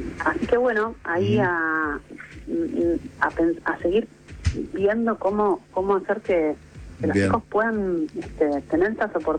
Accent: Moreno, Buenos Aires Province, Argentina; En San Miguel no podemos entrar porque somos de Moreno

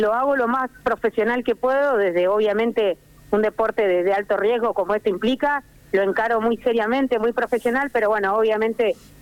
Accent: Arrecifes, Buenos Aires Province, Argentina; De Arrecifes, cuna de campeones, provincia de Buenos Aires.

